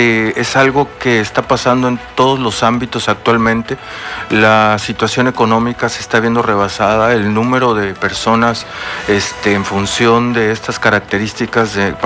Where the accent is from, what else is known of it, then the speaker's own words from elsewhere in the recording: Campeche, Mexico; Retomar esto es poder tomar conciencia como campechanos, como mexicanos, como ciudadanos